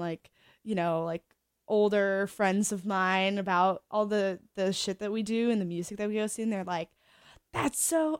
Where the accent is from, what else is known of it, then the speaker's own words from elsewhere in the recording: Arizona, United States; because I'm from Arizona originally